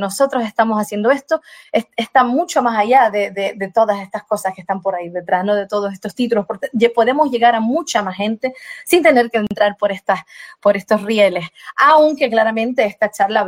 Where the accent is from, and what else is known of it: Brazil; Spanish is a second language